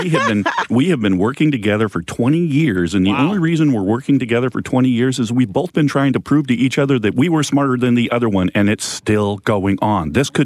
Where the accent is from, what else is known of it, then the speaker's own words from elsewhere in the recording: Arizona, United States; I'm from the glorious state of Arizona, and I live in Flagstaff.